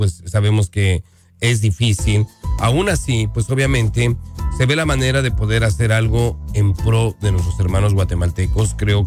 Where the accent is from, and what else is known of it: Mexico